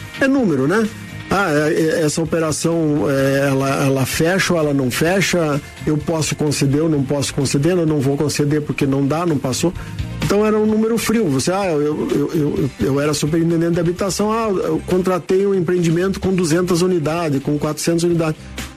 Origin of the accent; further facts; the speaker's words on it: Rio Grande do Sul, Brazil; born there; also born or lived in Paraná / Curitiba; Eu nasci no Rio Grande do Sul, morei no sudoeste do Paraná, morei em Curitiba, depois voltamos para o interior.